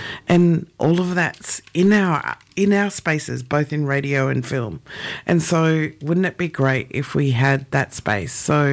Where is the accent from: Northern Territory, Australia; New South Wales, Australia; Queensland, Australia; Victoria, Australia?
Northern Territory, Australia; Mumbantwa; born there; But I also have connection, I suppose, because I was born on Mumbantwa, so to the Aranda mob in Central Australia.